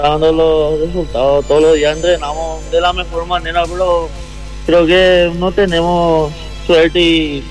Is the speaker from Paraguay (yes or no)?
yes; Lambaré, Central, Paraguay; Yo soy de Lambaré.